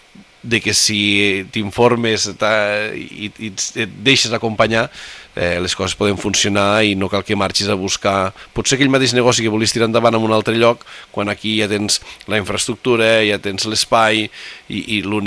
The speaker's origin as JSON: {"language": "Catalan", "town": "Corbins", "region": "Catalonia", "country": "Spain", "said": "Jo quan dic amb jornades d'alcaldies que sóc de Corbins"}